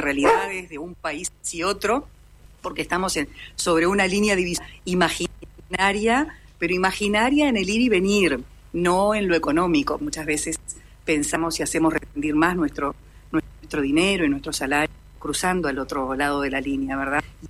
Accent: Rivera, Uruguay; somos de Rivera

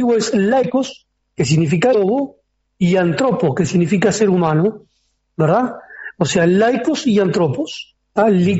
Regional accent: Montevideo, Uruguay; Yo me crié en Piedras Blancas, ahí en Uruguay, en Montevideo.

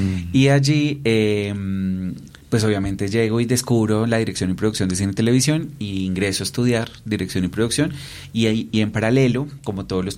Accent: Huila, Colombia; now in Bogotá, Colombia; Yo soy del departamento del Huila y llevo más o menos alrededor de 22 años. Este año cumplo acá en Bogotá.

